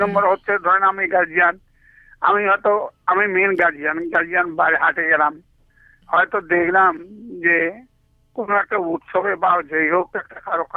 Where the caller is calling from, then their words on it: Rajganj, West Bengal, India; আমরা জলপাইগুড়ি রাজগঞ্জ।